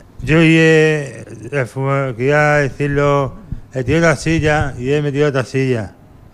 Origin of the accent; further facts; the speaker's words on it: Yecla, Region of Murcia, Spain; Soy de Yecla, yo soy de Yecla.